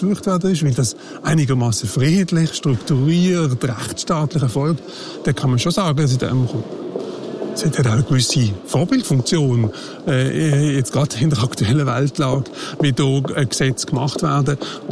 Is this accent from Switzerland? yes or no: yes; Switzerland; da stellt man sich ab und zu die Frage als Schweizer, was heisst das für uns?